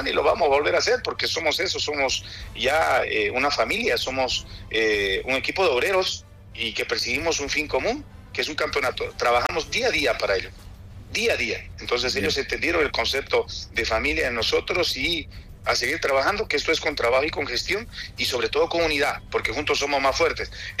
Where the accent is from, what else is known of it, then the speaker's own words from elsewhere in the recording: La Paz, Bolivia; Primero somos bolivianos. Primero somos bolivianos. Después somos paceños